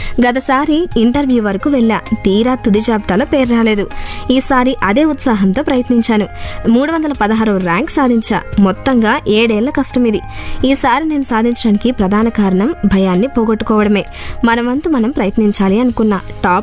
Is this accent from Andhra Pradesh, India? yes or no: yes; Kadapa, Andhra Pradesh, India; అమ్మ శ్రీకృష్ణ. ఇద్దరు ఎల్ఐసి ఉద్యోగులే. నాన్న పదవీ విరమణ పొందారు. పాఠశాల విద్యాభ్యాసం అంతా కడపలోనే సాగింది.